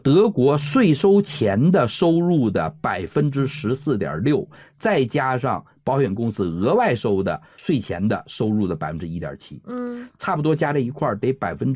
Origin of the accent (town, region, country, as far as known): China